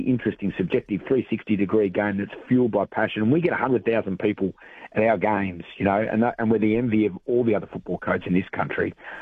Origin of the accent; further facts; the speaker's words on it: Canberra, Australian Capital Territory, Australia; I played all three codes as a kid, growing up in Canberra and playing school footy and whatever else.